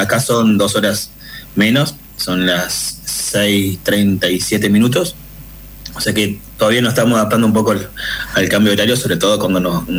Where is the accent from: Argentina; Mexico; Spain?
Argentina; Concordia, Entre Ríos; Yo soy de Concordia, de ahí de Concordia, vine con 3 amigos de Paraná